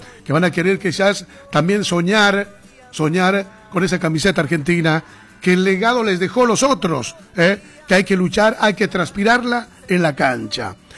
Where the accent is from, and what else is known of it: Bolivia